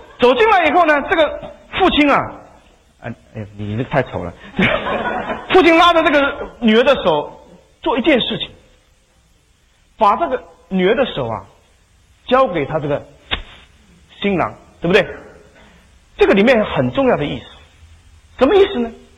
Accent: Taiwan

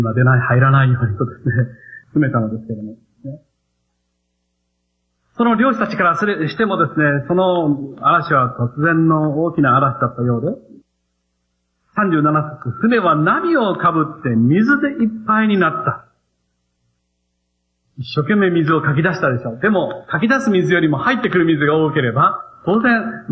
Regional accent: Tosashimizu, Kochi, Japan; now in Uchinada, Japan; 私も子供の頃四国で育ちましたので、四国のジョン万次郎、最初にアメリカに日本人として行ったジョン万次郎を産んだですね、その中野浜っていうところで育ったわけです。

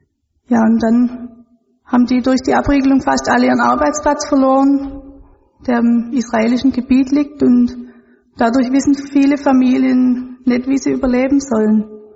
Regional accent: Germany; fällt es mir wieder ganz deutlich auf, wie gut es uns Deutschen wirklich geht.

